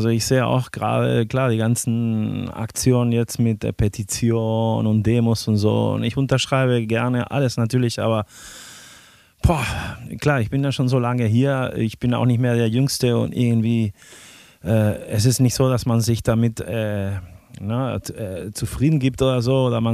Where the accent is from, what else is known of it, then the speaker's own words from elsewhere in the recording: Spain; moved away as an adult; now in Berlin, Germany; ich komme aus Spanien